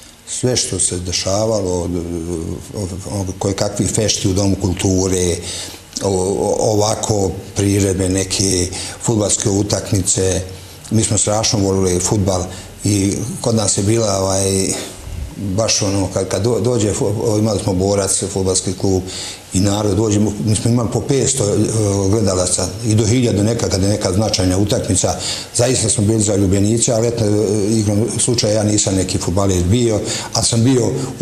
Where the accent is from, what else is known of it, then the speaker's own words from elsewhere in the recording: Gornji Šepak, Republika Srpska, Bosnia & Herzegovina; born there; Pa ja sam rođen u Gornjem Šepku, tada nije bilo bolnica i po bolnicama se nije išao